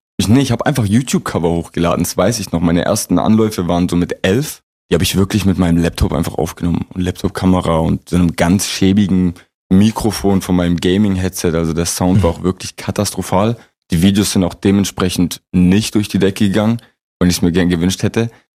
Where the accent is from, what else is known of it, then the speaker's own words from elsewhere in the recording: Leonberg, Baden-Württemberg, Germany; born there; Leonberg.